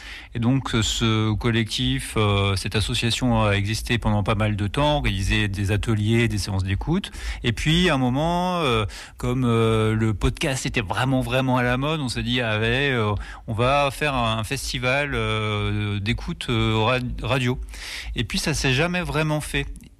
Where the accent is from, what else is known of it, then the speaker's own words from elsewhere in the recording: Hauts-de-France, France; de chez nous, dans le Nord, dans Schnorr.